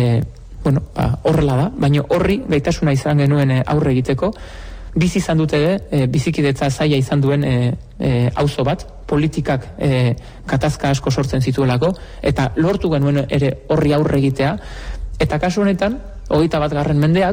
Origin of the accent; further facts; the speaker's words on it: San Sebastián, Basque Country, Spain; Aldezarrean jaio nintzen, eta Aldezarrean 30 urte luze zegoen naiz biziten, gurasoak oraindik ere Aldezarrean bizi dira